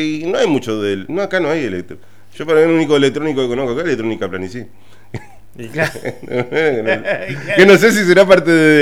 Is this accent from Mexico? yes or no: no; Argentina; yo como argentino